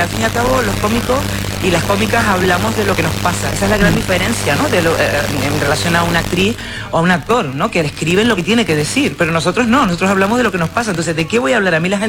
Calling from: Canary Islands, Spain; es que estoy al lado justo de la iglesia de mi pueblo.

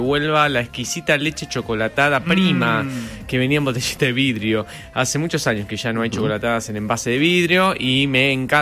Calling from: San Juan, Argentina

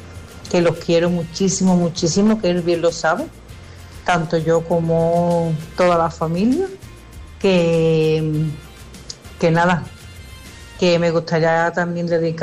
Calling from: Seville, Andalusia, Spain; de Sevilla.

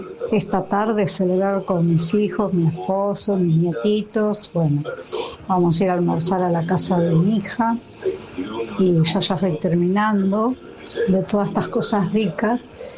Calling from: San Antonio de Padua, Buenos Aires Province, Argentina; de Padua.

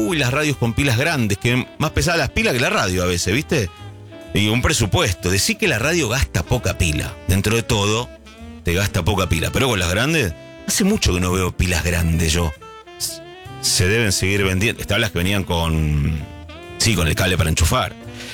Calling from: Navarro, Buenos Aires Province, Argentina; desde Navarro, los saludo, gracias por el programa, muy bueno. Te digo que acá en Navarro ya comenzó a llover.

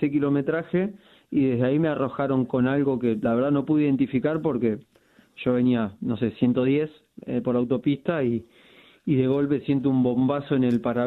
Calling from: Florencio Varela, Buenos Aires Province, Argentina; Yo vivo en Florencio Varela

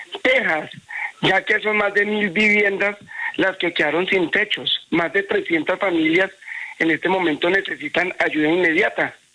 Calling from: Montenegro, Quindío, Colombia; Yo soy de Montenegro, Quindío, un pueblo que fue azotado por el terremoto. Es el segundo municipio más afectado de Quindío

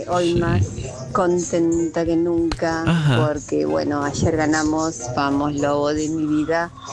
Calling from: Azul, Buenos Aires Province, Argentina

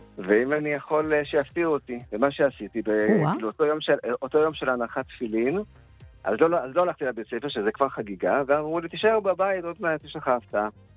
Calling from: Jerusalem, Jerusalem District, Israel

